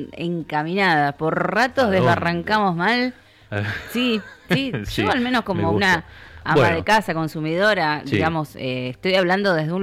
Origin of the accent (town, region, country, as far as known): Argentina